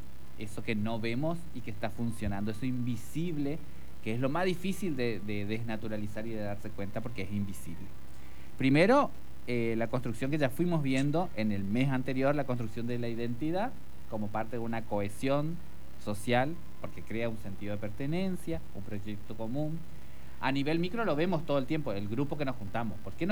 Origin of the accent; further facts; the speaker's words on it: Argentina; siendo también argentinos